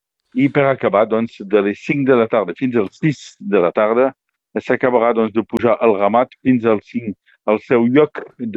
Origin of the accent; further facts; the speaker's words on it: Vilafranca de Conflent, Occitania, France; tot el dia, doncs, Buits de Graner a Vilafranca de Conflent, al meu poble.